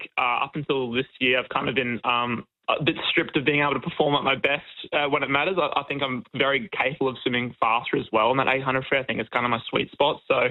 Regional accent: Australia; being an Australian distance swimmer.

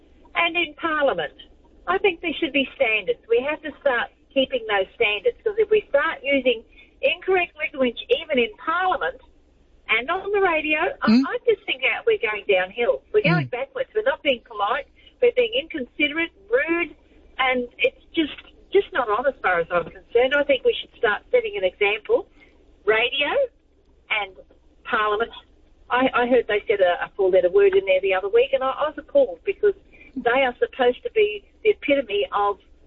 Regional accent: Australia; Your parents might have been born somewhere else and say, well, I do have heritage from such and such, but I'm an Aussie.

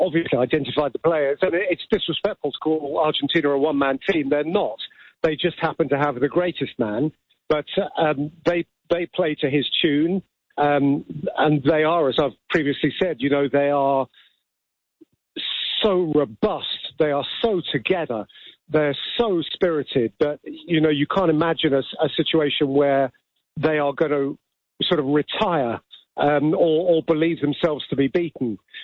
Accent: England, United Kingdom; we are sometimes English

